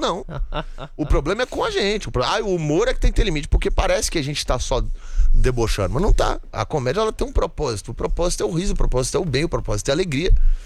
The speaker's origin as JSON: {"language": "Portuguese", "town": "Brasília", "region": "Federal District", "country": "Brazil", "tie": "born there", "accent": "mixed Recife", "said": "Eu nasci em Brasília, porque meu pai é bancário. E aí eu e minha irmã nascemos em Brasília. Mas eu já ia pra Recife todas as férias, assim. Sempre tive família lá. Então meu sotaque ficou meio misturado."}